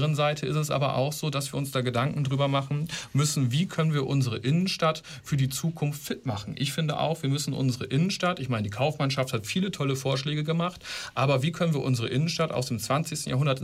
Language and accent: German; Ihlow, Lower Saxony, Germany; Ich komme zum Beispiel aus der Gemeinde Ilo, wo ich politisch groß geworden bin, wo es der Gemeinde wirklich finanziell dreckig ging. Es war eine reiche Gemeinde.